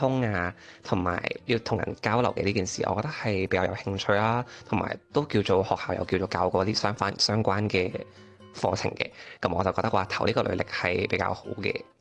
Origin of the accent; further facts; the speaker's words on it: Macau; now in Shanghai, China; ，咁我系嚟自澳门嘅。